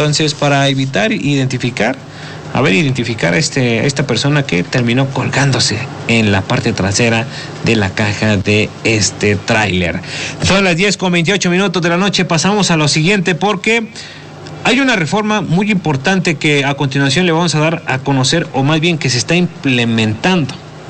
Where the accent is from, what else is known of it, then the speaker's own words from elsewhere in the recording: Puebla, Mexico; usted y yo que somos de la Mixteca Poblana